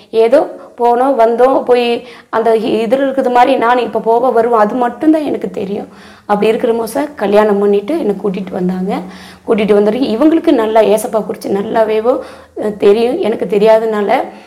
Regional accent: Kambam, Tamil Nadu, India; நான் பிறந்து வளர்ந்ததெல்லாம் தமிழ்நாட்டில் கம்பத்தில் வளர்ந்தது, படித்தது எல்லாம் அங்கே தான் நான் படித்து வளர்ந்தேன்.

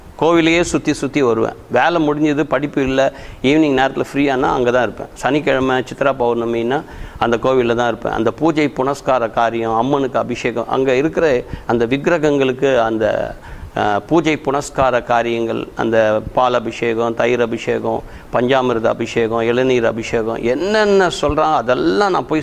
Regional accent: Chennai, Tamil Nadu, India; born or raised there

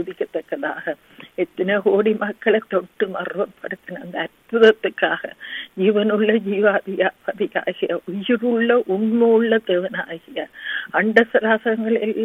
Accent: Sri Lanka; moved away; நாங்கள் பிறந்து வளர்ந்த அந்த சிறிய இலங்கை தீவுக்காக

